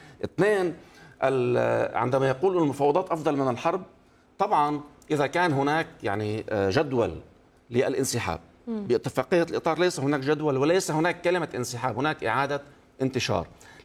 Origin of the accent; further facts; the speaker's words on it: Lebanon; نحن نعرف كلبنانيين